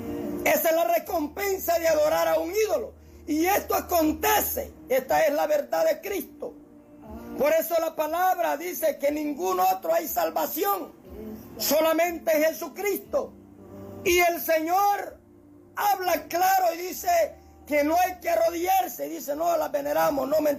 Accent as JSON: {"language": "Spanish", "town": "Amapala", "region": "Valle", "country": "Honduras", "moved": "yes", "said": "allá en mi pueblo Amapala"}